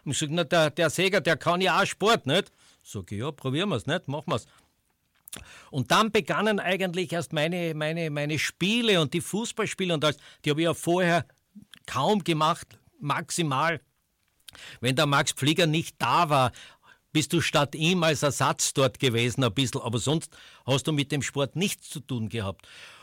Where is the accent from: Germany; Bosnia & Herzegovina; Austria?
Austria; Styria; accent: Styrian; und ich war halt auch ein Steirer, der halt ein bisschen schert.